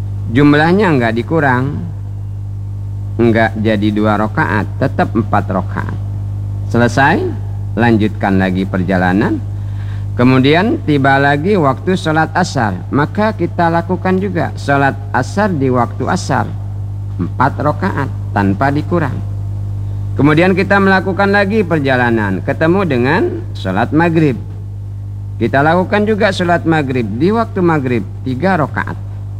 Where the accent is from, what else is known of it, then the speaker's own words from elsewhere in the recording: Bangka Belitung Islands, Indonesia; Tapi tidak sebasing gabung, kata kita orang Bangka.